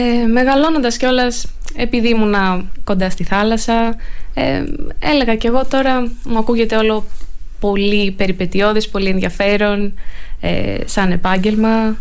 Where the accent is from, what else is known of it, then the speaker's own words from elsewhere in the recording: Karystos, Central Greece, Greece; Εγώ κατάγομαι από την Εύβοια, από την Κάριστο συγκεκριμένα.